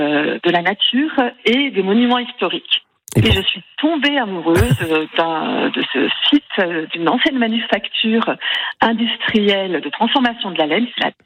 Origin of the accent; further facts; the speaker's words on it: Ecuador; now in France; j'ai vécu mon enfance en Amérique du Sud, en Équateur, le pays de la Pachamama, et dans une grande ferme avec moutons, alpagas.